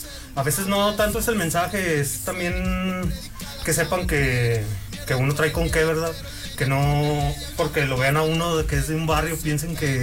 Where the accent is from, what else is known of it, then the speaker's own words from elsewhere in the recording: Aguascalientes, Mexico; Pues yo soy de aquí, de Volcanes, de los Volcanes, de Infonavit Volcanes. Ahí he pasado toda mi vida